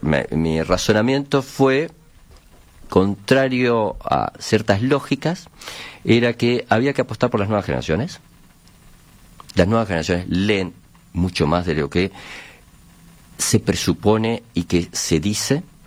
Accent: Villa Biarritz, Montevideo, Uruguay; born there

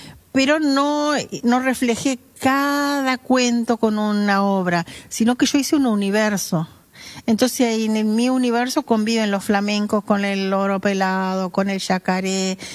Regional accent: Salto, Uruguay; born there; Tanto que Quiroga es nacido en el mismo lugar. Los dos nacimos en Salto.

